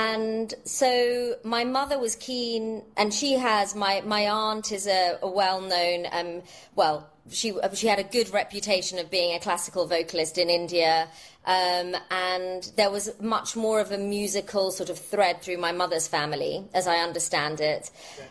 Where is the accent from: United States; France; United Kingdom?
United Kingdom; London; I'm born and brought up in London. My parents are Indian. So I often describe myself as a Londoner with Indian blood.